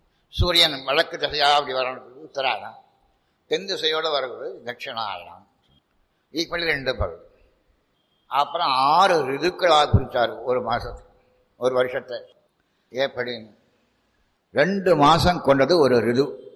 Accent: Tirunelveli, Tamil Nadu, India; உங்களுக்கு எந்த ஊர் சாமின்னு கேட்டான். திருநெல்வேலி.

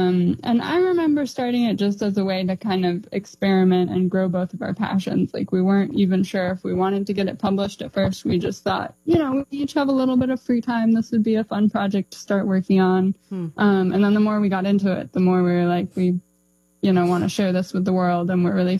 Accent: Hartland, Vermont, United States; born or raised there

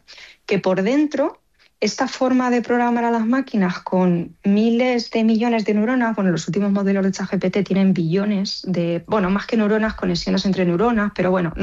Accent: Villarrobledo, Castilla-La Mancha, Spain; now in Chinchilla de Monte-Aragón, Spain; porque yo soy de Villarrobledo, ahora vivo en Chinchilla de Montaragón, pero soy de Villarrobledo.

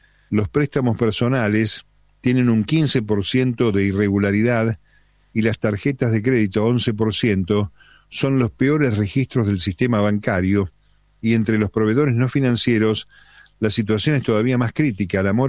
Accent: Argentina; Sos argentino

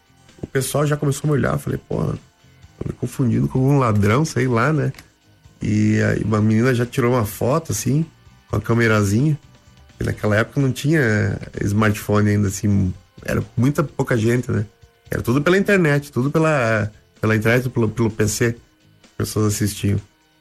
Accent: Rio Grande do Sul, Brazil; now in Curitiba, Brazil; Eu sou gaúcho, vou perder a identidade. Meio bairrista ainda, né? Tu vê, depois virei bairrista curitibano. Eu sou curitibano.

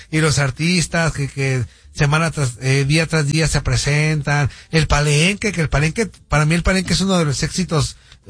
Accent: Guadalajara, Jalisco, Mexico; para los que somos tapatíos, a mí sí me emociona el tema de las fiestas de octubre

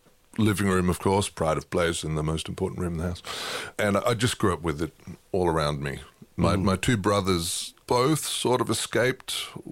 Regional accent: Lindenfels, Hesse, Germany; moved away; also born or lived in London, United Kingdom / Mannheim; Yeah, I was born in London because my dad was at Covent Garden at the time. And then we moved to Germany, to Mannheim. And then we moved to another place in Germany called Lindenfels, which is right in the middle of the Odenwald

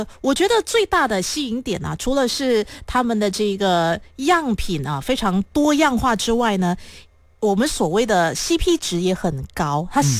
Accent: Malaysia; 我们马来西亚人比较怕热

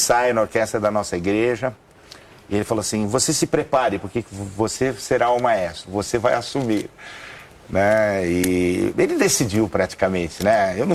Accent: Brazil; now in United States; Porque depois que eu saí do Brasil, eu lembro do meu pai, horas incansáveis, escrevendo os arranjos... para dar orquestra da igreja, para o coro. E a minha primeira orquestra foi também numa igreja lá nos Estados Unidos

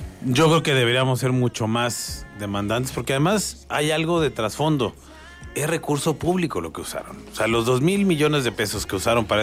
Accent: Mexico; A mí me pesa, como mexicano

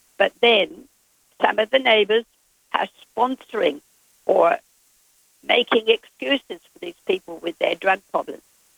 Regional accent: Mells, South West England, United Kingdom; born there; moved away; I come from a very, very special place called Mel. I was born in Mells in Somerset.

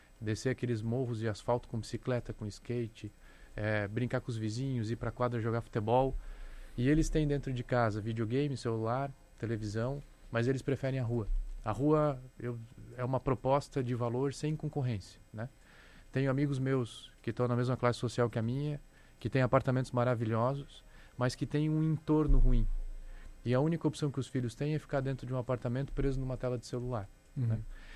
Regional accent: Joinville, Santa Catarina, Brazil; Nasci na Zona Sul, ali no Floresta, e eu sempre fui para a escola a pé, sabe?

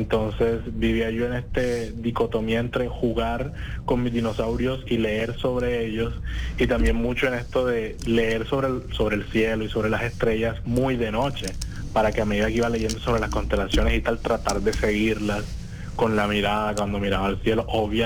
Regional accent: Cartagena, Bolívar, Colombia; Yo nací, mis primeros años fue en La Esperanza. Ajá. Luego nos mudamos para el barrio de Los Alpes. Allá sí. viví casi toda mi infancia y parte de mi adolescencia.

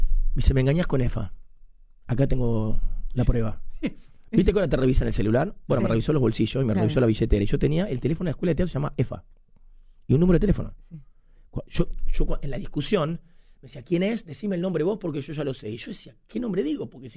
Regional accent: Argentina; Y aparte, yo soy muy argentino.

